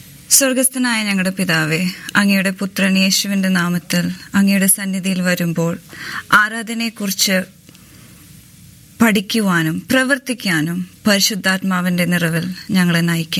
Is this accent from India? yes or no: yes; Kerala, India; first language Malayalam; English is a second language; That's my mother tongue. It's called Malayalam.